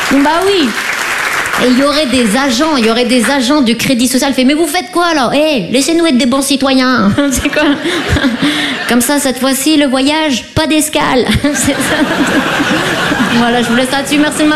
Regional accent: France; Parce qu'on est français, voilà, c'est pour ça.

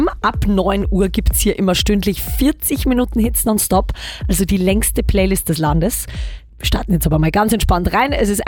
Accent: Austria; ich bin eine Österreicherin

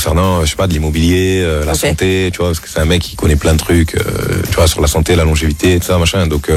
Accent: Marseille, Provence-Alpes-Côte d'Azur, France; now in Miami, United States; Qui savent pas que je viens de Marseille, que j'ai grandi à Marseille, etc.

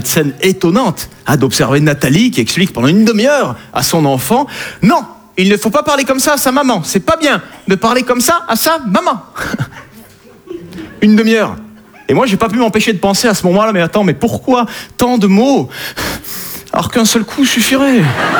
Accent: Southern France, France; Hein, je viens du sud de la France.

